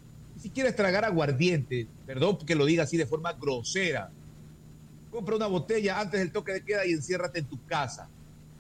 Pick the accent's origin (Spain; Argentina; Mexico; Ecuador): Ecuador